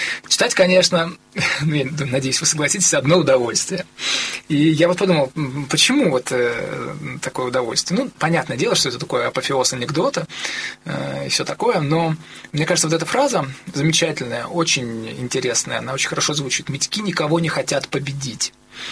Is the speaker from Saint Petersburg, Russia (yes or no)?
yes; Saint Petersburg, Russia; Хотя с медьковской культурой я, как петербуржец, я знаком.